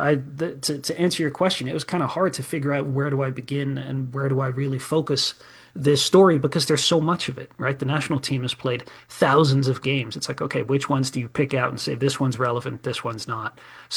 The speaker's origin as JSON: {"language": "English", "country": "Netherlands", "said": "my country, I was born in the Netherlands, was in the World Cup final."}